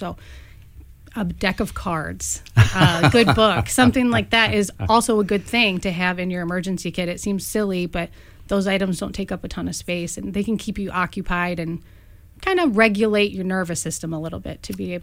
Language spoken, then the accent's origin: English; United States; I grew up in Springfield Township